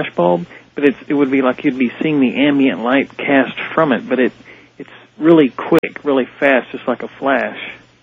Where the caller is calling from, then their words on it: Houston, Texas, United States; I'm calling from Houston, Texas.